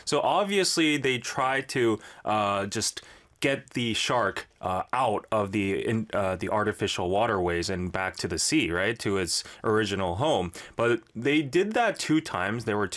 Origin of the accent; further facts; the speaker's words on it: Busan, South Korea; I think everyone I know around me that lives in Busan, I'm originally from Busan, right, have gone to see Bukkangi.